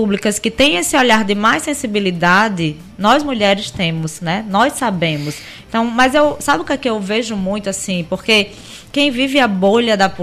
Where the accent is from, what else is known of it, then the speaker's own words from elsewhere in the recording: Natal, Rio Grande do Norte, Brazil; Natal é a minha área, minha base, né? Onde eu cresci, me criei.